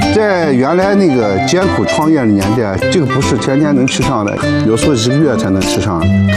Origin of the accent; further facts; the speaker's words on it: Xinjiang, China; 也是我们新疆人啊一种情怀和感受。